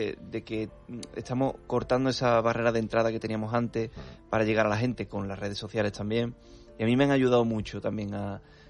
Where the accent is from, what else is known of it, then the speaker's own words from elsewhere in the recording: Utrera, Andalusia, Spain; de mi tierra, ¿no? De Utrera